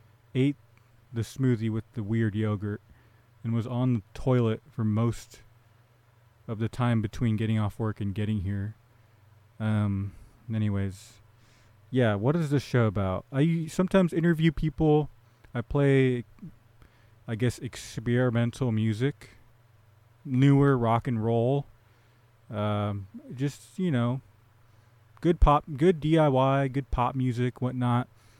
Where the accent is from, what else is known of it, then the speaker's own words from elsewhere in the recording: Fremont, California, United States; someone who's from a hometown, whose hometown is a place that I have contempt for. Fremont, California. I'm from Fremont. And yeah, I don't know. I like that I grew up around non-white